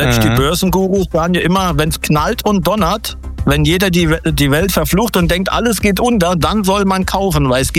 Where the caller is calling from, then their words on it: Rhineland-Palatinate, Germany; Aus Rheinland-Pfalz, in der Nähe von Kaiserslautern.